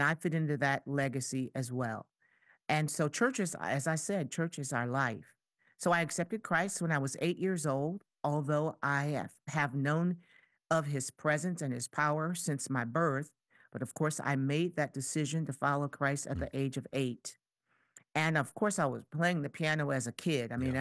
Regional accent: Jackson, Michigan, United States; Well, I'm in the bottom part of your palm. Okay. Yes, and I grew up there in Jackson.

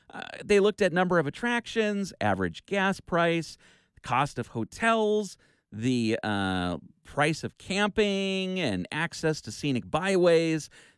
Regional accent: Minneapolis–Saint Paul, Minnesota, United States; I grew up in the Twin Cities

